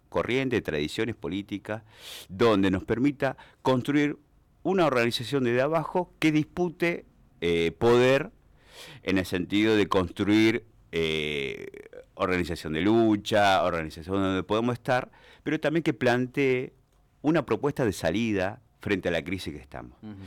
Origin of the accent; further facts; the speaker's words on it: Santa Cruz, Argentina; nosotros en Santa Cruz somos la provincia patagónica